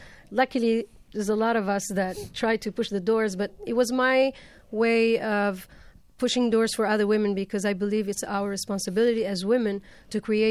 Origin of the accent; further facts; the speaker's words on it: Tunisia; growing up in Tunisia